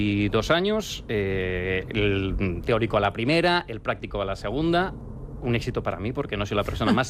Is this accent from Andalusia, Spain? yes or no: no; Vitoria-Gasteiz, Basque Country, Spain; Sí, sí, yo soy de Vitoria.